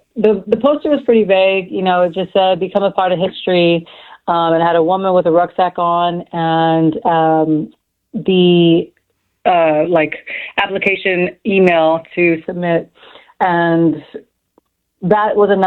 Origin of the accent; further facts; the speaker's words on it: California, United States; also born or lived in Bahrain; So growing up in Bahrain and then eventually in California